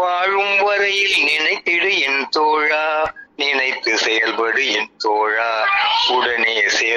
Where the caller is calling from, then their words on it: Punnainallur, Tamil Nadu, India; தஞ்சாவூர் மாவட்டம் புன்னநல்லூர் மாரியம்மன் கோவில்